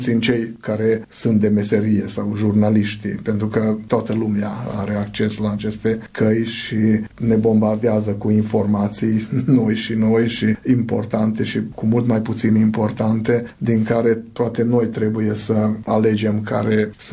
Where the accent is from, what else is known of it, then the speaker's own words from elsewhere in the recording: Hungary; în timpul zilei noi practicăm mai mult limba majoritară a țării